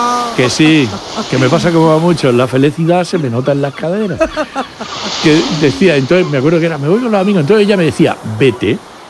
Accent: San Javier, Region of Murcia, Spain; Bueno, yo soy de San Javier, yo voy a hacer de árbitro.

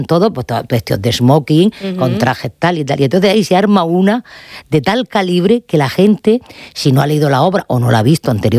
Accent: Region of Murcia, Spain

